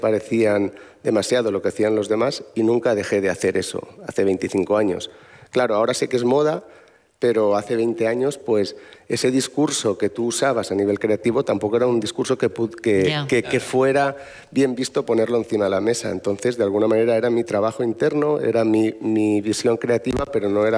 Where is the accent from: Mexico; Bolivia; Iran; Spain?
Spain; Barx, Valencian Community; el bar de la piscina de mi pueblo, un pueblo que se llama Barch, muy pequeñito, 1,000 habitantes